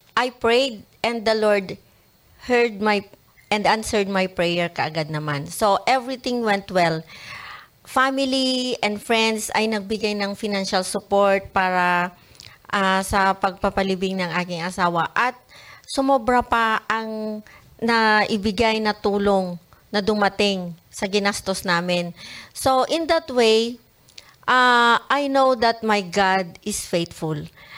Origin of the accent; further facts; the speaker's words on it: Cagayan Valley, Philippines; now in Santiago City, Philippines; So, ako ay from Nueva Vizcaya at ang aking asawa naman ay from Cagayan Province. Pero nakatira kami sa Santiago City, Isabela.